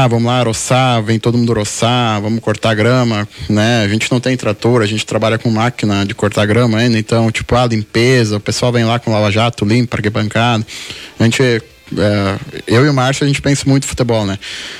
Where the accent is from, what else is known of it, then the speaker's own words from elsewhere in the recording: Poço das Antas, Rio Grande do Sul, Brazil; eu sou natural de Poço das Antas, né? Me criei em Poço. Cresci no clube